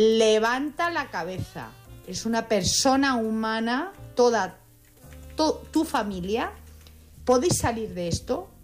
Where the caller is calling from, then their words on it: Madrid, Community of Madrid, Spain; de Madrid.